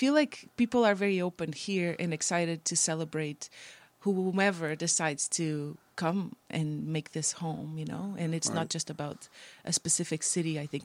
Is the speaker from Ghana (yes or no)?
no; Portugal; because I'm from Portugal, family and people flying from other places